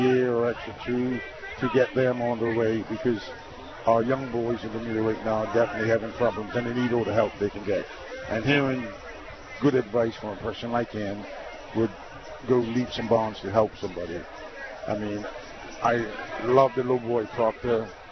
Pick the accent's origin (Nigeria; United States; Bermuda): Bermuda; Somerset; It's something that, as a young kid growing up in Somerset, that's what you always aim for